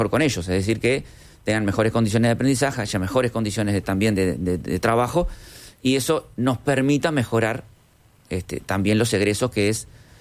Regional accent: Uruguay; en realidad venimos del Uruguay, ¿no?

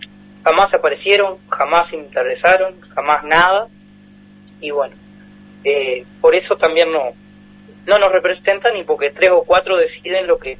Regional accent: Tacuarembó, Uruguay; Soy de Tacuarembó, tengo 26 años, siempre fui de acá.

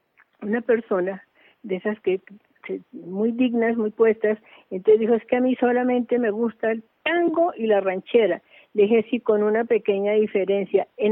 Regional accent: Colombia; Yo soy 100% colombiana. Yo no me iría a vivir a ninguna otra parte.

